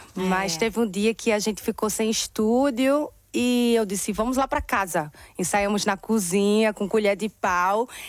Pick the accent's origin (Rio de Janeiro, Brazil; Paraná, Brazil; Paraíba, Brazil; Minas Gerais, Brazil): Paraíba, Brazil; João Pessoa; also born or lived in Pernambuco; Eu sou pernambucana e paraibana, nasci em Pernambuco, fui criada na Paraíba, em João Pessoa.